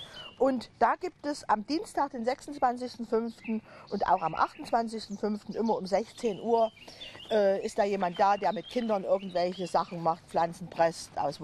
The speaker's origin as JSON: {"language": "German", "region": "Saxony", "country": "Germany"}